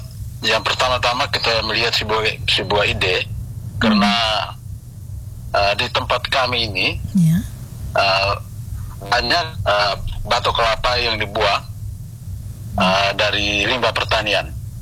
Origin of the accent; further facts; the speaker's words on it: Wewaria district, East Nusa Tenggara, Indonesia; Saya berasal dari Desa Mogusaki, Kecamatan Wawaria, Kabupaten ND.